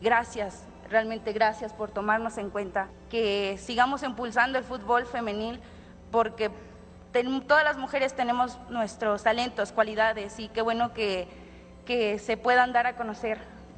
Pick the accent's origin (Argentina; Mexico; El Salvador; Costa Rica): Mexico; Tlaquilpa, Veracruz; tengo 21 años, soy del municipio de Tlaquilpa, del estado de Veracruz.